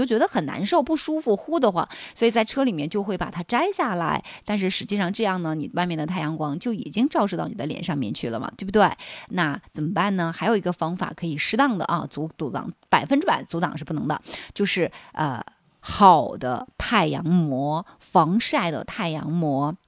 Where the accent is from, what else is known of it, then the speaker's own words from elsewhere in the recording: Heilongjiang, China; moved away as an adult; now in Panjin, China; 我一个外地人，就你看我是黑龙江人，我在盘锦生活这十几年的时间中，我感觉我已经不知不觉变成了一个盘锦通，我甚至比很多盘锦人还盘锦人。